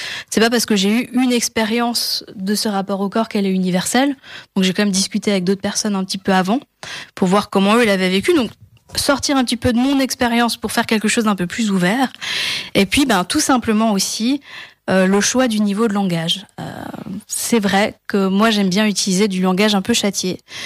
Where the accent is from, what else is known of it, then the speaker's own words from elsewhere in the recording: Grand Est, France; Je suis originaire de la région d'Alsace